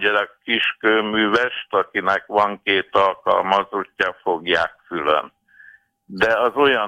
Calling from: Budapest, Hungary; Budapestről vagyok.

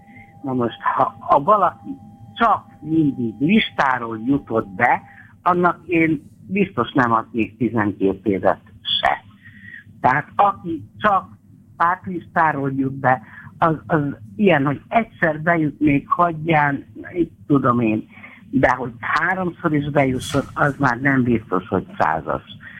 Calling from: Kaposvár, Somogy, Hungary; én kaposvári vagyok

